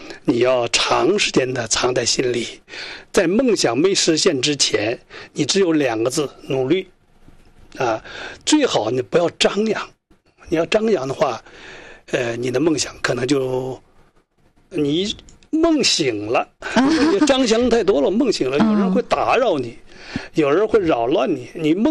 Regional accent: Jilin, China

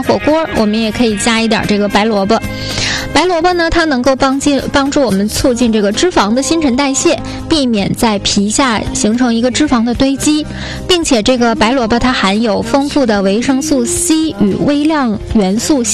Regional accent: Northeast China, China; 所以说其实我们东北人对茄子的这个喜欢那自不必多说了

